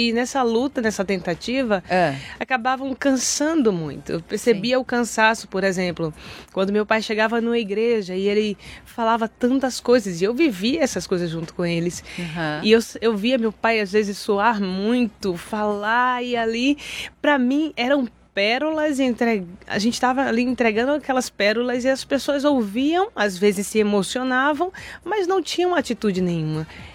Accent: Bahia, Brazil; moved away as an adult; now in São Paulo, Brazil; Somos nordestinos, minha mãe negra, mulher nordestina.

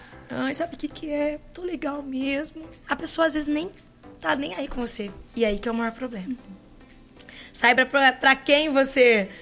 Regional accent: Brazil; Nós somos brasileiros e palmeirenses.

